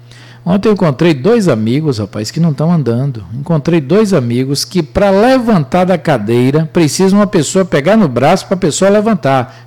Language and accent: Portuguese; Maragogipe, Bahia, Brazil; Na sede do Cidade de Maragogipe, minha terrinha.